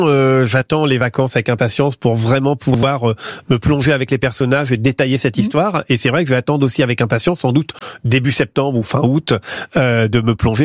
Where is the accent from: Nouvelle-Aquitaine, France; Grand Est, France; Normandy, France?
Normandy, France; Pont-de-l'Arche; Alors je vais conseiller par exemple celle de ma ville natale, Pont-de-l'Arche, qui est une petite, ça s'appelle La Verrière, c'est une petite librairie.